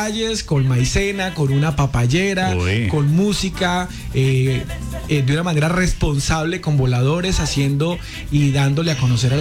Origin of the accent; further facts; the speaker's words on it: Llanos Orientales, Colombia; recordarle a nuestros niños que somos un pueblo llanero.